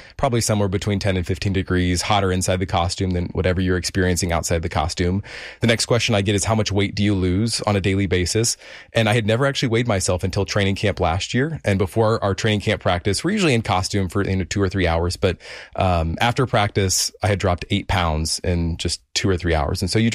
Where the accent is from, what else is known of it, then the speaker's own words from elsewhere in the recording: Kansas City, Missouri, United States; now in Houston, United States; I'm born and raised in Kansas City